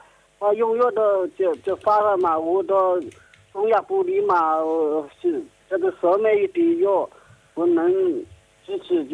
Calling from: Yancheng, Jiangsu, China; 我是江苏盐城步凤

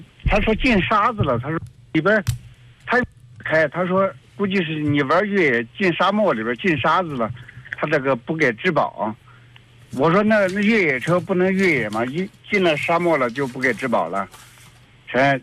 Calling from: Shaanxi, China; 我不是，我是陕西人，我在内蒙古这边车坏的这边来了。

